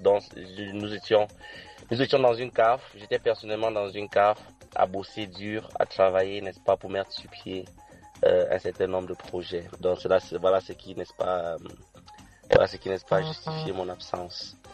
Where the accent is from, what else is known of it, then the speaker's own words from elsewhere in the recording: Cameroon; chez nous au Cameroun